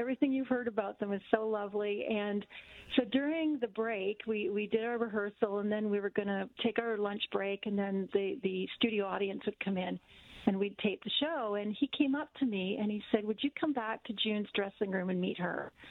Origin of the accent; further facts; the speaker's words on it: Port Dover, Ontario, Canada; also born or lived in Nashville, United States; now in Simcoe, Canada; I'm originally from Port Dover. I'm a Dover girl.